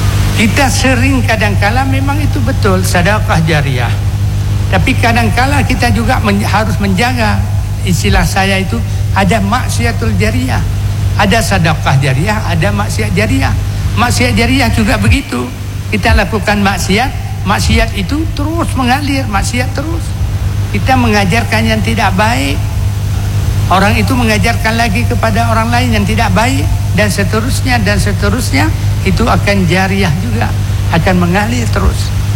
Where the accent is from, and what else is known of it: Aceh, Indonesia